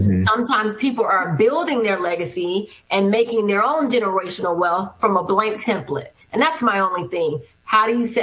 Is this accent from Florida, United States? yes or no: yes; Miami, Florida, United States; But Miami's my hometown. And so Yeah. It's my little, like, I have a, you know, the baby with the little passy. Like, I'm connected to that space.